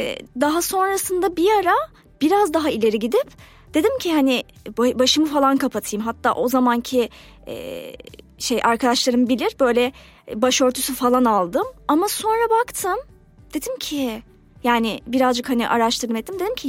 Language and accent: Turkish; Istanbul, Turkey; born there; Ben 88 doğumluyum. İstanbul'da doğdum. Ailem de yani İstanbul'daydı hep. Müslüman bir aileden geliyorum.